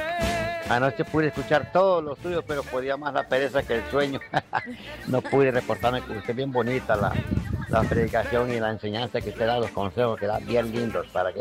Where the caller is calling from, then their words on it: Cortés, Honduras; Guama Cortés, del Lago Yojoa, perdón. Y aquí escuchándole en sintonía de HCH